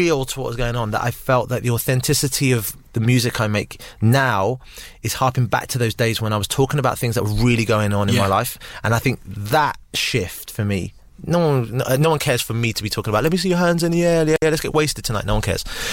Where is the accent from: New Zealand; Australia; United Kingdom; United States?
United Kingdom; Southampton, South East England; now in London, United Kingdom; But when I moved out to London, I could, in hindsight, looking back, I could see how the pace of life in Southampton was a really good thing for me